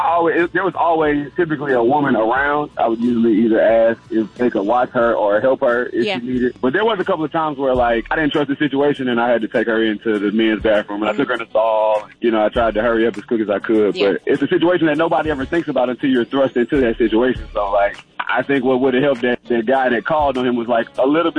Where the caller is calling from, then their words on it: Smyrna, United States; I'm calling from Smyrna.